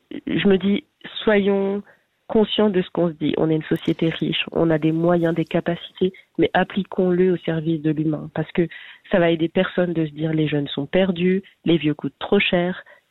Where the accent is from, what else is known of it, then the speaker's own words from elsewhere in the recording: Switzerland; je suis suissesse